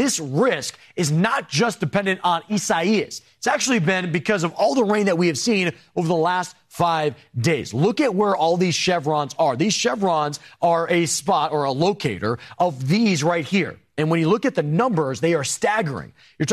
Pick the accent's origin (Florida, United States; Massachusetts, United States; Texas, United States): Florida, United States; I grew up in Florida.